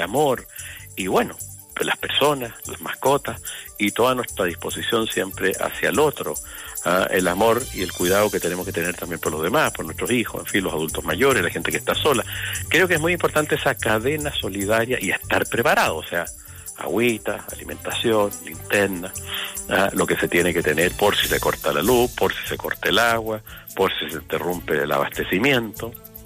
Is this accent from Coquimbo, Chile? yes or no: no; Atacama, Chile; en esta región que tanto quiero y de donde soy.